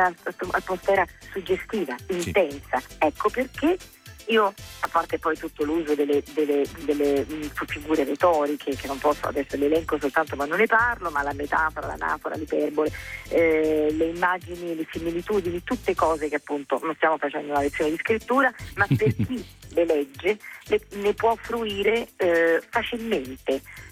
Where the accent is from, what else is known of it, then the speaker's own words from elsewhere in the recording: Rome, Lazio, Italy; moved away as an adult; now in Turin, Italy; io sono nata e vissuta a Roma 20 anni, sono di origine umbra, ma vivo a Torino e poi mi sposto per lavoro un po', sì, moltissimo, però vivo da tanti anni a Torino